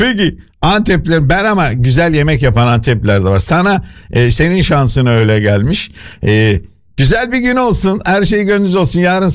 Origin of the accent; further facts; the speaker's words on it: İzmir, Turkey; ben İzmirliyim.